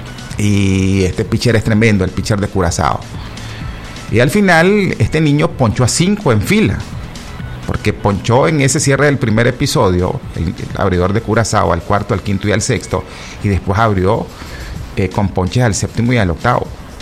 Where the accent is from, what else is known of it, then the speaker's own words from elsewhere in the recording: Nicaragua; soy Nica y me gusta que ganen los equipos nicas